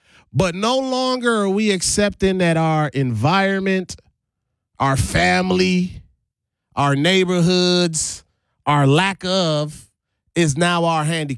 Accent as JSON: {"language": "English", "town": "St. Thomas", "country": "U.S. Virgin Islands", "lives_now": "Milwaukee, United States", "said": "And I'm from St. Thomas, the Virgin Islands. I believe in Milwaukee."}